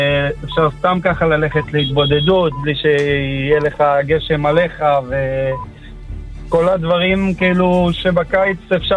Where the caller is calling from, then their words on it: Beitar Illit, West Bank, Palestine; ביתר עילית.